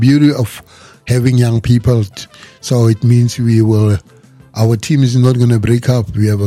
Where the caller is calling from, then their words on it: South Africa; Just the spirit of being South African